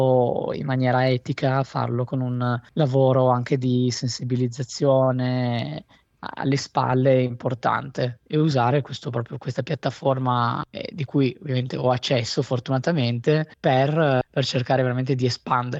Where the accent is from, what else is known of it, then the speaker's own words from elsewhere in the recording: Trieste, Friuli-Venezia Giulia, Italy; moved away as an adult; now in United States; Sono nato e cresciuto a Trieste, però ho viaggiato tantissimo